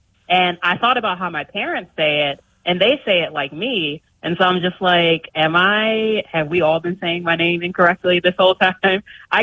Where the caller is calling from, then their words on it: New York City, New York, United States; I'm calling from New York City.